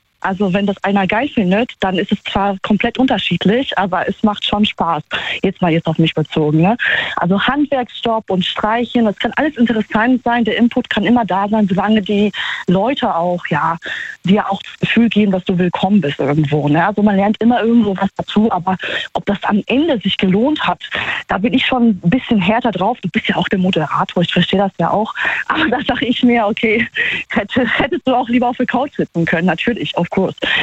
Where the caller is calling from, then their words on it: Trier, Rhineland-Palatinate, Germany; Hier, Trier.